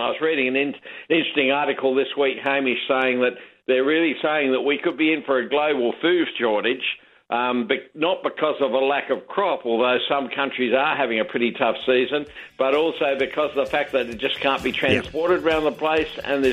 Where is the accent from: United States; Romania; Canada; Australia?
Australia; South Australia; now in New South Wales, Australia; That's my home state, of course